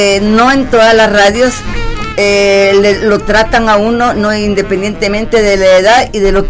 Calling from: San Salvador, El Salvador; yo soy de aquí, de San Salvador.

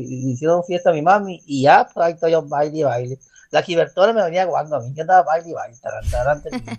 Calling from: Sonora, Mexico; soy de Sonora, los sonoros somos muy bailadores.

